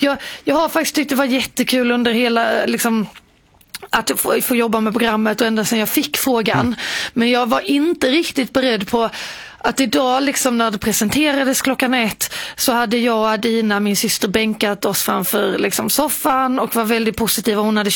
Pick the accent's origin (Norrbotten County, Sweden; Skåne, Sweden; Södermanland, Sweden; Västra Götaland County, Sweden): Skåne, Sweden; Båstad; Jag kommer ju från Båsta, där det är väldigt populärt med tennis